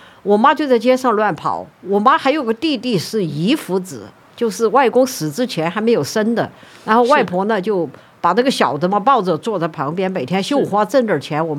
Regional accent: Shanghai, China; born there; 就拿给这些刚刚调到上海来的工作的这些就是国家机关的工作人员，那我们就住在那儿，我就出生在那儿了。

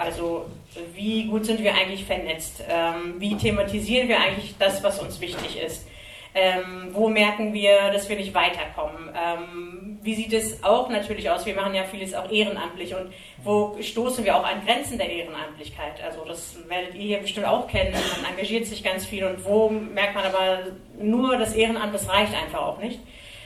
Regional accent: Germany; ich bin auch eine Frau, ich bin auch Deutsche, ich bin Kurdin, ich bin Jesidin

